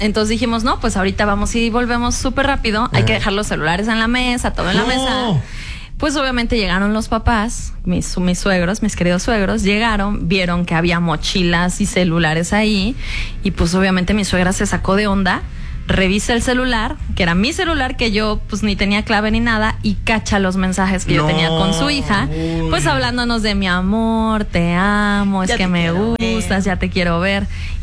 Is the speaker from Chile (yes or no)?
no; Ángel R. Cabada, Veracruz, Mexico; moved away; also born or lived in Xalapa, Veracruz; Yo soy de un pueblito en Veracruz que se llama Ángel R. Cavada, Veracruz.